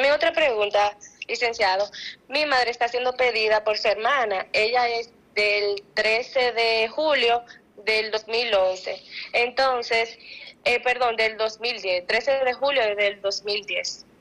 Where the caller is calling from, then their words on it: Santiago de los Caballeros, Santiago, Dominican Republic; le llamo de Santiago de los Caballeros.